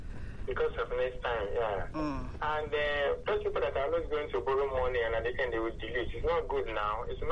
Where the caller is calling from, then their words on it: Ikorodu, Lagos, Nigeria; I'm calling from Ikorodu.